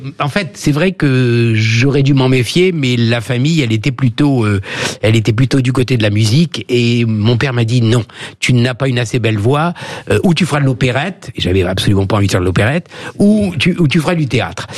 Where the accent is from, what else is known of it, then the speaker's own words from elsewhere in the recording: Île-de-France, France; born there; J'ai raconté mon lycée en banlieue de Parisienne